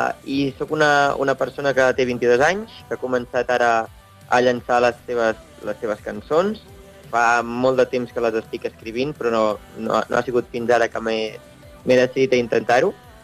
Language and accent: Catalan; Sabadell, Catalonia, Spain; jo de molt petitó tocava aquí a Sabadell